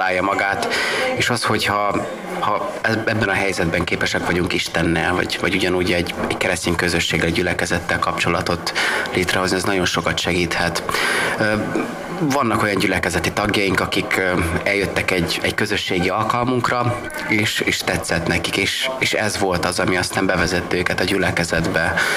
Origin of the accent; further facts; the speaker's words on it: Satu Mare County, Romania; moved away as an adult; now in Melbourne, Australia; Tavaly januárban érkeztünk, mi Erdélyből, pontosabban Párciumból érkeztünk, a határ menti területekről, Szatmár megyéből származunk mind a ketten, én is és a feleségem